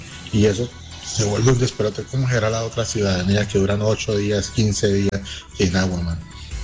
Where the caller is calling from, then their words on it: Villavicencio, Meta, Colombia; Yo soy de Monte Carlo Salto.